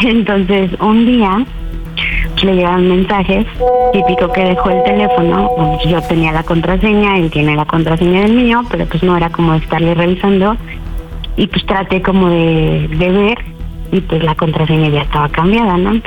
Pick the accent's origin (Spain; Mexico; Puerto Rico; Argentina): Mexico; Cuernavaca, Morelos; Tengo 38 años y soy de Cuernavaca.